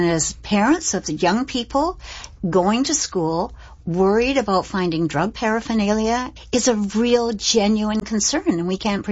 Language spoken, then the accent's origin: English; Canada; as I said, I find it, as a Canadian, I find it an embarrassment.